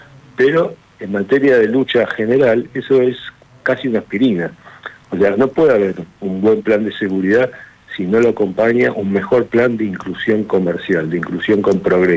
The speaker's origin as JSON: {"language": "Spanish", "country": "Argentina", "said": "nosotros somos argentinos, pagamos los impuestos, nos esforzamos, estudiamos, trabajamos, somos productivos."}